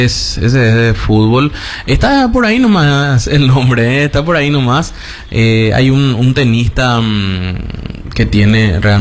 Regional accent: Paraguay

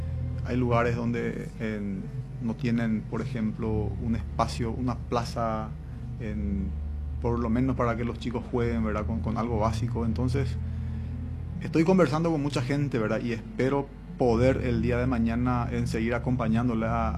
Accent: Coronel Oviedo, Caaguazú, Paraguay; Yo, por cuestiones de trabajo y demás, me tocó salir de Coronel Oviedo varias veces, pero siempre yo quise quedarme acá. Yo le quiero mucho a mi ciudad, Luis

